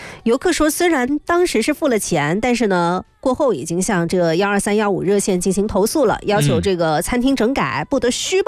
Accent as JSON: {"language": "Chinese", "region": "Guangxi", "country": "China", "tie": "born or raised there", "accent": "Guangxi accent", "moved": "yes", "lives_now": "Guangzhou, China", "said": "在广西啊，我的家乡"}